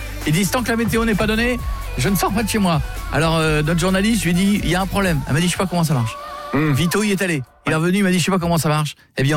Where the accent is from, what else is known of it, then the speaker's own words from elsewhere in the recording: France; Alors, c'est un truc qui se faisait même chez nous en France il y a très longtemps, qui ne se fait plus.